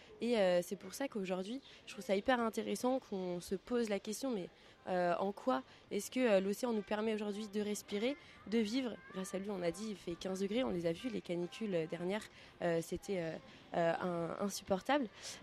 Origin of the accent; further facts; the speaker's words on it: La Tranche-sur-Mer, Pays de la Loire, France; alors que j'ai grandi à la Tranche-sur-Mer, à 500 mètres de la plage.